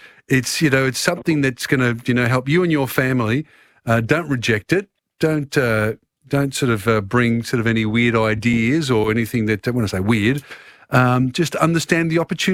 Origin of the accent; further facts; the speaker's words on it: Australia; And, I mean, I'm an Aussie and here and love it, and everything I have is because of this great country.